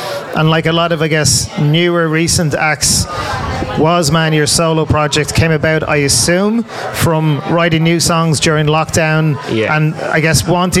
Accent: Dublin, Leinster, Ireland; Dublin, my hometown.

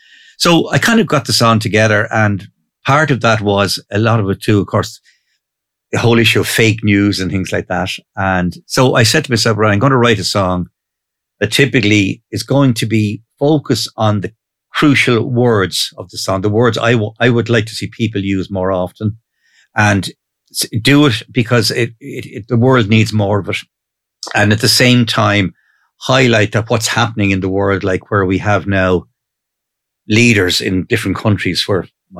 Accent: Dublin, Leinster, Ireland; moved away as an adult; now in Leixlip, Ireland; I'm from Leakslip, Peter. Originally from Raheny, Dublin, way back. But back in 1982, we settled and married, my wife and myself, out in Leakslip. So we're there since 1982.

